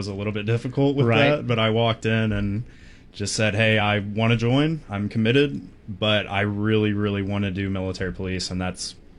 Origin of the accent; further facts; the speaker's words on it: Rowlett, Texas, United States; Before that, I grew up in Rowlett, Texas. Graduated from Rowlett High School, and then I went off to college